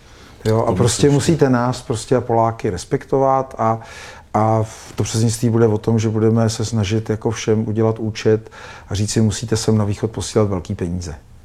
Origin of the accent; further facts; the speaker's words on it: Russia; moved away; tak jsem utekl před tou válkou, je to složitý, mohli jsme si o tom vyprávět týdny. Ale proč jako já Rus jsem špatný?